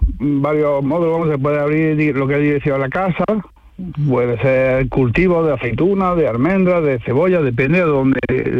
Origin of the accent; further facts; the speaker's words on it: Córdoba, Andalusia, Spain; Yo soy de Córdoba, sí.